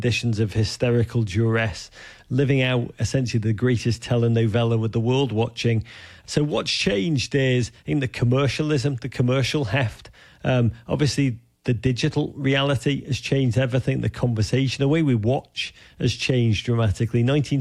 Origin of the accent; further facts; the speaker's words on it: Liverpool, North West England, United Kingdom; You know, I grew up in Liverpool. The time when the economy was terrible in Britain and the North was ravaged post-industrially.